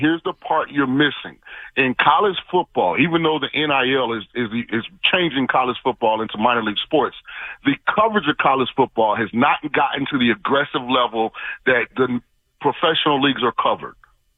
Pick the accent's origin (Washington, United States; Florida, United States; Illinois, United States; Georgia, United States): Florida, United States; St. Petersburg; I'm from St. Petersburg, Florida. I'm a diehard Rays fan.